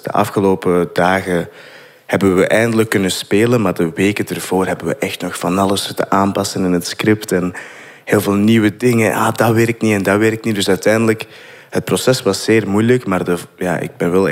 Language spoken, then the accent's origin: Dutch; Turnhout, Flanders, Belgium; Ja, ik ben van Turnhout.